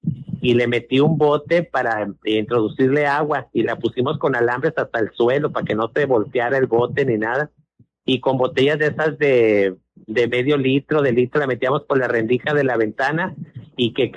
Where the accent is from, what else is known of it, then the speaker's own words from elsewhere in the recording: Agujita, Coahuila, Mexico; somos aquí de Agujita. Le digo